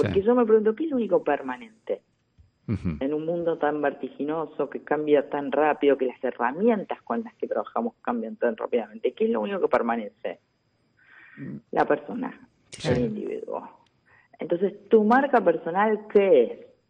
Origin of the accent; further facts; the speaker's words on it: Argentina; Nosotros como argentinos sabemos, los que somos más grandes, tenemos una larga historia de reconversiones en la vida.